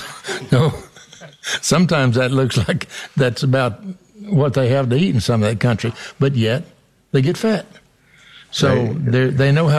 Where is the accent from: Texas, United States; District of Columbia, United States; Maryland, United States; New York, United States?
Texas, United States; When I was growing up in the Panhandle